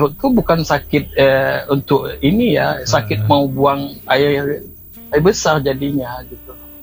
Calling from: Padang, West Sumatra, Indonesia; walaupun kita orang Padang tapi enggak suka pedas juga.

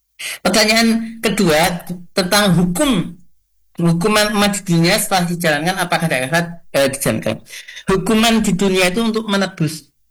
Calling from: Temon, Special Region of Yogyakarta, Indonesia; Dekat saya dari Temon, ngelak jangkara Temon Kulon Progo.

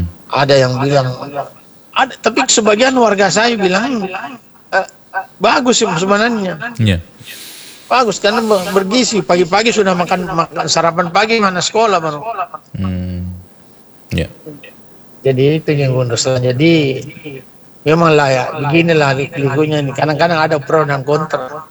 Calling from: Makassar, South Sulawesi, Indonesia; Karena di daerah saya ini baru-baru ada kurang lebih 2 minggu ini ada peresmian MBG untuk Kecamatan Tamalate.

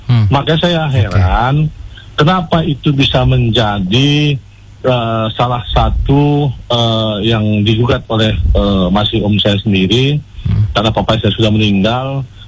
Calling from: Medan, North Sumatra, Indonesia; seperti saya ini, anak Medan

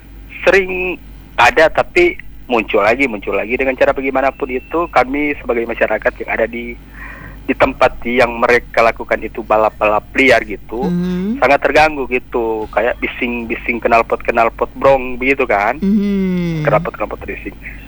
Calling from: Makassar, South Sulawesi, Indonesia; Mungkin itu aja dulu dari saya, dari Makassar ya.

